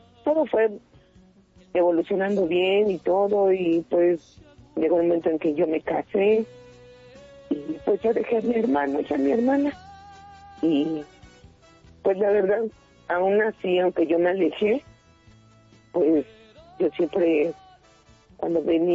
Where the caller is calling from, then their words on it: Los Reyes La Paz, State of Mexico, Mexico; En los Valles de La Paz, le digo, aquí estoy en mi casita.